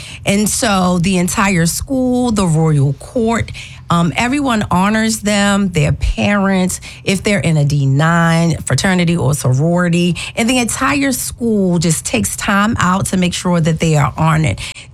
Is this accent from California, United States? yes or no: no; Baltimore, Maryland, United States; I'm from Baltimore.